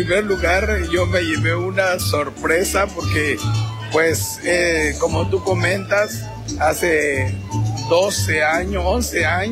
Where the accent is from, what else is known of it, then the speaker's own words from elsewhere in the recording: Ciudad del Carmen, Campeche, Mexico; acá en mi tierra de Ciudad del Carmen.